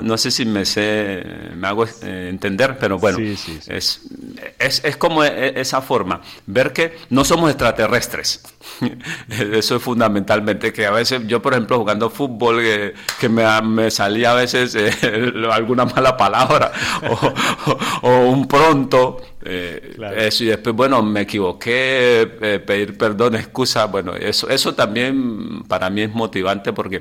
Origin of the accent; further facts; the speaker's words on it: Las Palmas, Canary Islands, Spain; aquí he ido en varias ocasiones porque yo soy de Las Palmas.